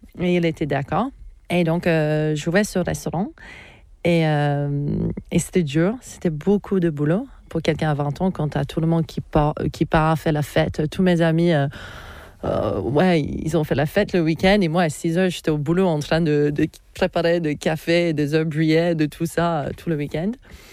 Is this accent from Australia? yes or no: yes; Australia; moved away as an adult; Je suis née en Australie, j'ai grandi en Australie. Mais j'étais dans cette culture polonaise et donc j'avais toujours envie de partir de l'Australie